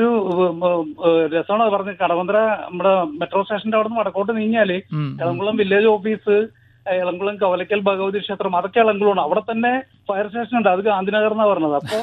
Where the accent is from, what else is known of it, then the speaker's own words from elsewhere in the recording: Kochi, Kerala, India; ഞാൻ ജനിച്ചുള്ള നാടാണ്